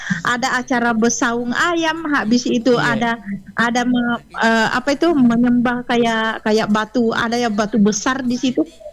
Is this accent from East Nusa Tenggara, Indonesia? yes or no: no; Sidrap, South Sulawesi, Indonesia; di kampung saya di Sidrap